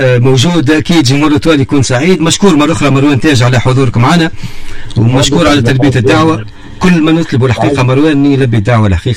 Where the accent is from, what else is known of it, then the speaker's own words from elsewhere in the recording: Tunisia; في الاخر احنا كنا ولاد تونس